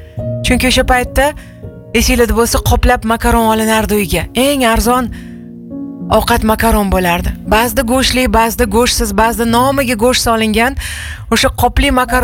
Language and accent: Uzbek; Tashkent, Uzbekistan; Xullas, Toshkentning Beshqayrag'ochida yashaganmiz. Bilasiz, o'zbekona mahallalar, qo'shnilar bir-biri bilan juda ahil, mehr-oqibatli, haqiqiy o'zbek mahallaga borgandek bo'lasiz.